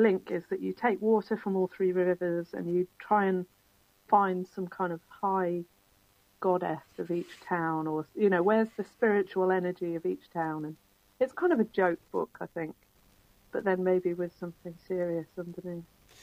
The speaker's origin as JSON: {"language": "English", "town": "Newtown", "region": "Wales", "country": "United Kingdom", "tie": "born or raised there", "said": "my hometown of Newtown"}